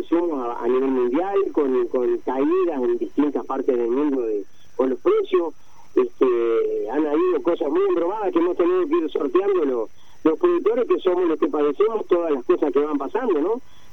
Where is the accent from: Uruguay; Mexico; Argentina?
Uruguay; desde chico de la escuela, que lo mejor que tenemos es el puerto